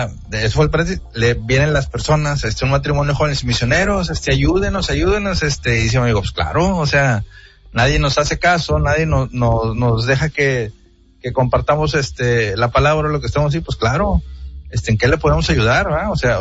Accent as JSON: {"language": "Spanish", "town": "Monterrey", "region": "Nuevo León", "country": "Mexico", "said": "Yo soy de Monterrey"}